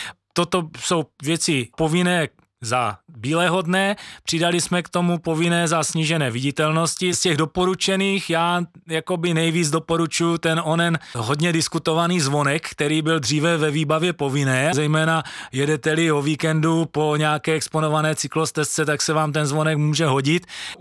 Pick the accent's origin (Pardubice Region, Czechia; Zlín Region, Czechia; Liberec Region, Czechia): Zlín Region, Czechia; Zlín; já jsem tady rodilý Zlíňák, Moravák